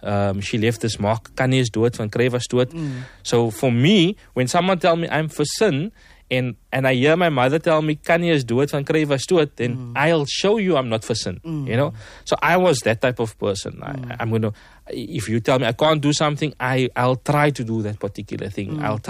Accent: Cape Town, Western Cape, South Africa; So I grew up in Lavender Hill and as well as Grassy Park area.

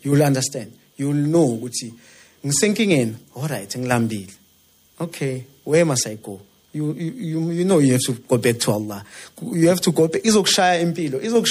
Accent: Soweto, Gauteng, South Africa; growing up in Soweto is surrounded by corruption everywhere.

